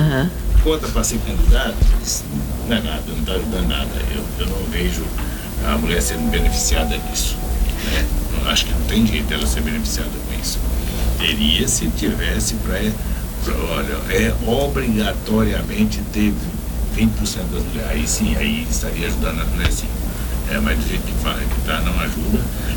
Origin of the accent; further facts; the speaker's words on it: Abadiânia, Goiás, Brazil; moved away; also born or lived in Brasília; Eu saí de Abadiânia em 82 para ir trabalhar em Brasília e fiquei lá até 2016